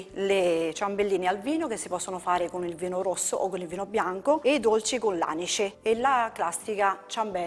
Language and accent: Italian; Falvaterra, Lazio, Italy; Io sono nata qui a Falvaterra, ci vivo, ho le mie radici e non la lascerò mai.